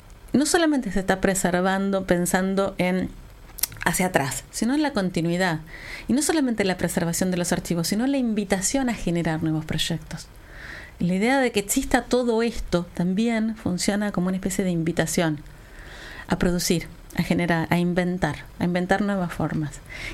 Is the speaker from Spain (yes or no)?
no; Argentina; soy argentino.